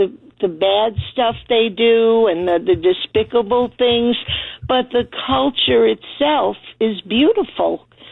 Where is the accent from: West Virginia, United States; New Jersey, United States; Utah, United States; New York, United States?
New York, United States; Oh, well, I'm Italian. I grew up in New York.